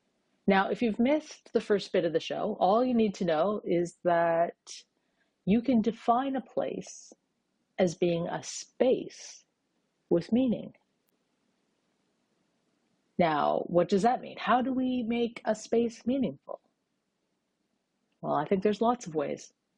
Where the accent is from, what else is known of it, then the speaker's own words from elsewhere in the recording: Sarnia, Ontario, Canada; now in Windsor, Canada; I grew up just upriver in Sarnia